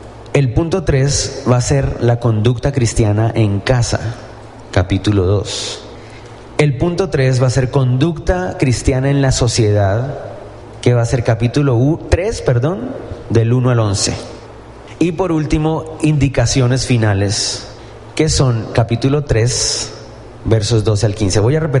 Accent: Colombia

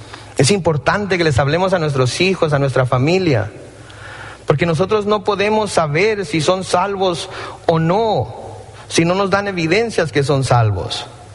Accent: Mexicali, Baja California, Mexico; Yo soy de Mexicali

